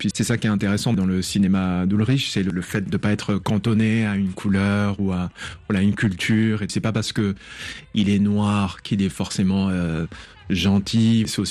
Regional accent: Caen, Normandy, France; born there; Je suis né à Caen

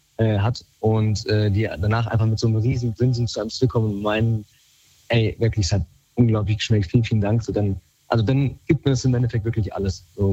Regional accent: Gießen, Hesse, Germany; Bin Urgestein Gießener, bin hier aufgewachsen und jetzt groß geworden. Und also Gießen ist nicht unbedingt die hübscheste Stadt, eine graue Stadt ohne Meer.

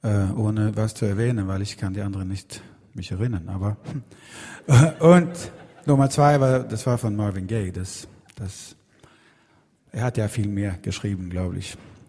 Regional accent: Sweden; German is a second language; Und auch eigentlich nicht in Schwedisch, weil mein Dialekt ist so scheiße, das kann niemand verstehen.

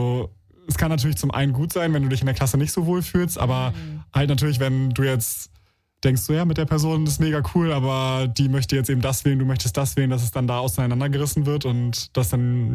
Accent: Schleswig-Holstein, Germany; born there; ich bin ja in Schleswig-Holstein zur Schule gegangen

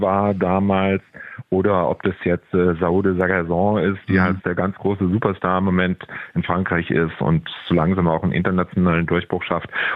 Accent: Baden-Württemberg, Germany; moved away as an adult; also born or lived in Aix-en-Provence; ich bin an der Grenze aufgewachsen. Also ich komme so eine halbe Strecke zwischen Karlsruhe und Freiburg, habe mit Französisch angefangen in der Schule.

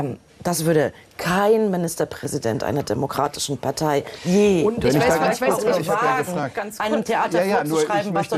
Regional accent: East Germany, Germany; ich komme aus der DDR.

